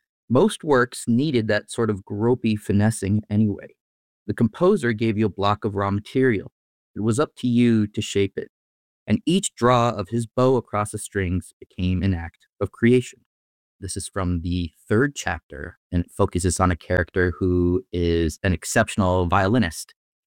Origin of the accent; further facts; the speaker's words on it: Longmeadow, Massachusetts, United States; So I grew up in Longmeadow, and I have very, very strong connections to the place. Very, very fond memories of growing up there.